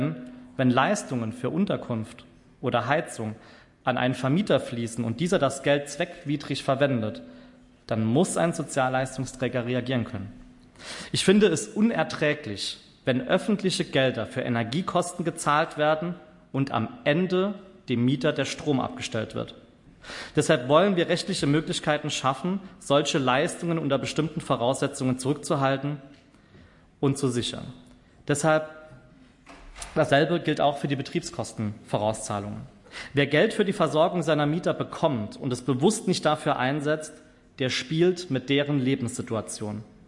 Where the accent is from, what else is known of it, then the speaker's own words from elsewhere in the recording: Saarbrücken, Saarland, Germany; Allein meine Heimatstadt, die Landeshauptstadt Saarbrücken, erhält rund 92,3 Millionen Euro.